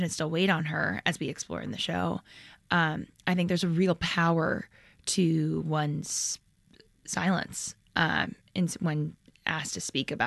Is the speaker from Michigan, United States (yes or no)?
yes; Michigan, United States; I'm from Michigan, so I really love our northern neighbors.